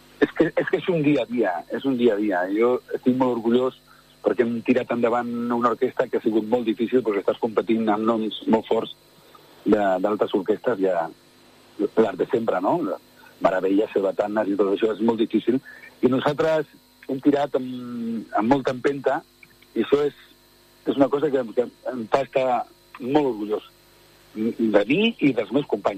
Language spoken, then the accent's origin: Catalan; Sant Feliu de Guíxols, Catalonia, Spain; jo soc de Sant Feliu de Guíxols